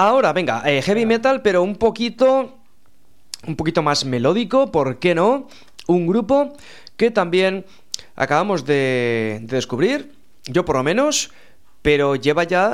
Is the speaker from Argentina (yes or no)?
no; Spain; es nuestro país